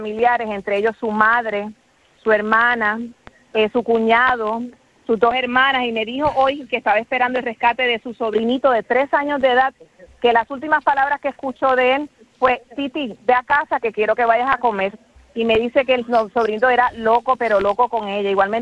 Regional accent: Puerto Rico; americanos que estamos aquí somos nosotros los puertorriqueños, el Colegio de Médicos de Puerto Rico.

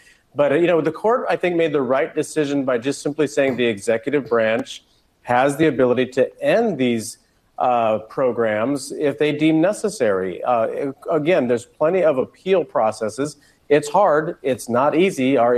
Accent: Indiana, United States; and I come from Northeast Indiana, where we have a lot of workers there that work in the agricultural industry as well as the manufacturing industry.

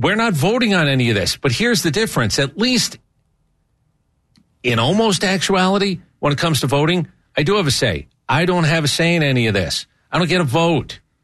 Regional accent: United States; As an American, it's my right to say this

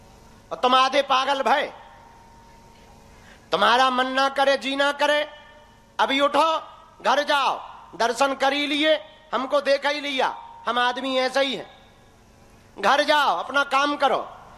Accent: Madhya Pradesh, India; जिस गांव में हमारा जन्म हुआ, जिस गांव में यहां पर बाबागिरी हम कर रहे, इसी गांव में हमने भीख मांगी, इसी गांव में घर घर हमने आटा मांगा

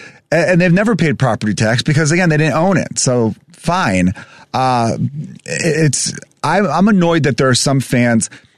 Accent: Chicago, Illinois, United States; Yeah, I'm from Chicago. Oh, cool. I live in the Porch Park neighborhood.

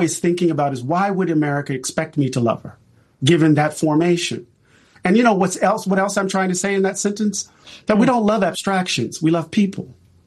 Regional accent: Moss Point, Mississippi, United States; born or raised there

